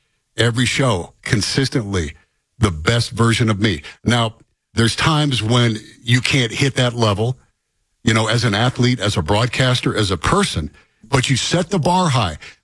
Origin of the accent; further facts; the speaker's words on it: Rust Belt, United States; And I grew up in the Rust Belt, blue-collar mentality.